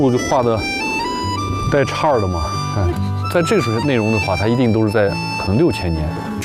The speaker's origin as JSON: {"language": "Chinese", "town": "Jiuquan", "region": "Gansu", "country": "China", "tie": "born or raised there", "said": "我小时候生活在酒泉嘛"}